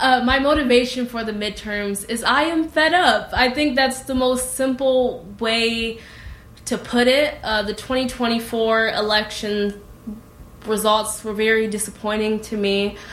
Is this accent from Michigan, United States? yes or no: yes; Kentwood, Michigan, United States; I am from Michigan State University. I was born and raised in Kentwood or Grand Rapids area of Michigan